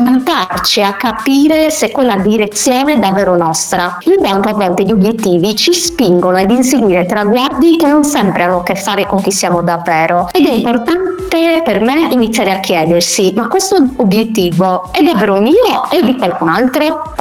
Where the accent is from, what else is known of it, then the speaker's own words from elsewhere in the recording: Sardinia, Italy; moved away as an adult; also born or lived in Rome; ha dovuto lasciare la Sardegna, come si sente tantissimi giovani che devono farlo. Mi sono trasferita a Roma, è stata un'esperienza bellissima che porto nel cuore, ma nel 2020 ho scelto di ripartire da zero, proprio perché avevo voglia di portare il mio talento qua, nella mia terra